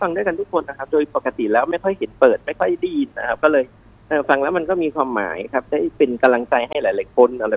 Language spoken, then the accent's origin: Thai; Nong Suea, Pathum Thani, Thailand; born there; ใช่ครับเกิดที่นั่นเลยแต่ว่าพ่อแม่มาจากอุบลครับ